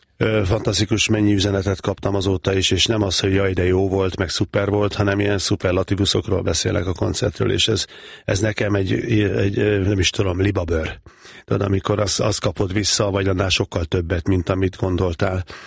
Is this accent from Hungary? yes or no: yes; Gyula, Békés, Hungary; én 3 éves korom előtt a Gyulánon én felnőttem.